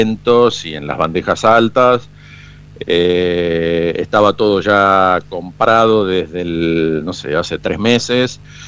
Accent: Rosario, Santa Fe, Argentina; now in Kansas City, United States; Nosotros en la oficina somos tres rosarinos

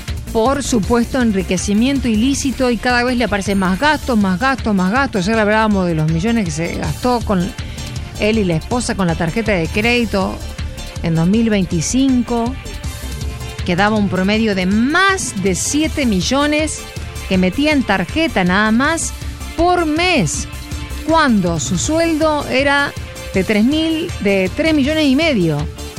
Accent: Argentina

